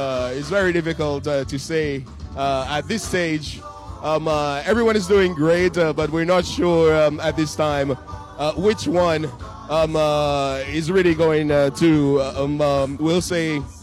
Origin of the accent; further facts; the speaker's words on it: United Kingdom; now in Switzerland; Well, I'm from different countries, but I must say I'm from Switzerland, but I'm originally from the UK.